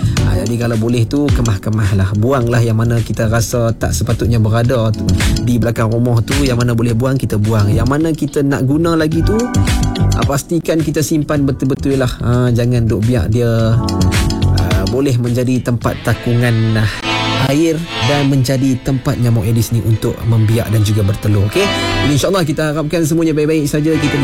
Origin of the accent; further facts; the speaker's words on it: Perlis, Malaysia; Jadi kita harapkan kita sebagai rakyat Perlis ni dapat menjagalah kebersihan di negeri kita ni